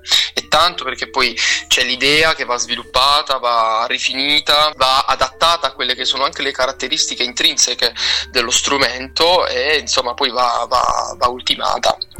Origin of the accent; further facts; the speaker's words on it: San Michele di Bari, Apulia, Italy; Io sono di San Michele di Bari, un paesino insomma in provincia di Bari